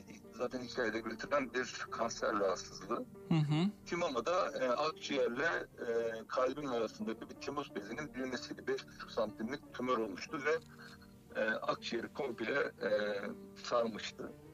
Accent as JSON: {"language": "Turkish", "region": "Sakarya", "country": "Turkey", "tie": "born or raised there", "said": "benim memleketim Sakarya gelinim ben."}